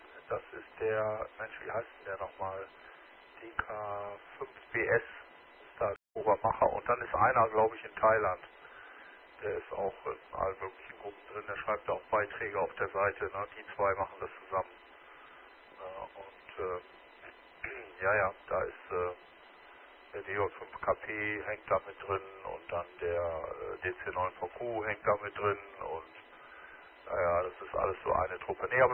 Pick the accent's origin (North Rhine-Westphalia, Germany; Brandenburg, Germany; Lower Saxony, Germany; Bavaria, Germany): Lower Saxony, Germany; moved away; Papenburg, das ist meine Heimat da oben